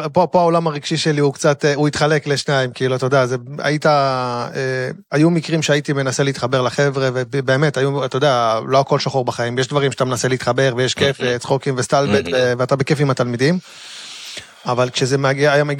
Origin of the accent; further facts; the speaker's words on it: Tel Aviv, Tel Aviv District, Israel; אני גדלתי בדרום תל אביב.